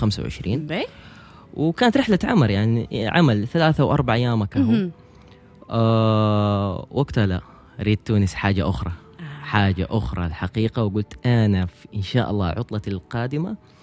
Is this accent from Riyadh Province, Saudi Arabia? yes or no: no; Jeddah, Makkah Province, Saudi Arabia; أنا نشأت في السعودية تحديدا في منطقة مكة وجدة يعني أوكي. المنطقة الغربية هي منطقة الحجاز